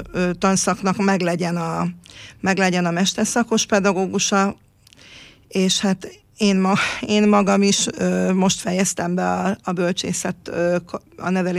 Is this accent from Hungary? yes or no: no; Transylvania, Romania; Most éppen azért mondtam a cifraszobát, mert Erdélyből jöttünk, Felszegről és a cifrakalota szegről.